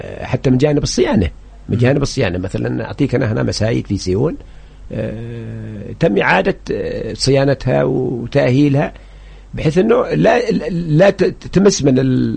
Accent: Hadhramaut, Yemen; يعني عندنا في حضرموت ثلاثة أنواع من الجنابي الجنبية العابدي والجنبية المد والصدر الحدوة

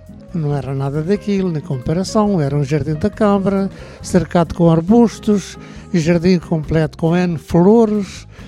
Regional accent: Algarve, Portugal; now in Belém, Lisbon, Portugal; porque eu não sou de cá. Sou do Algarve. É aqui, moro a partir dos anos 40, 50, 60, pouco mais ou menos. Portanto, já daqui a uns aninhos que moro aqui.

